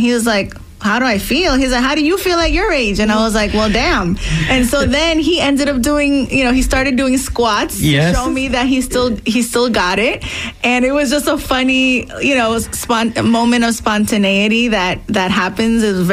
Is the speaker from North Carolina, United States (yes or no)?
no; Brooklyn, New York, United States; born there; Well, I was born in Brooklyn, New York, in a very Dominican neighborhood in the 90s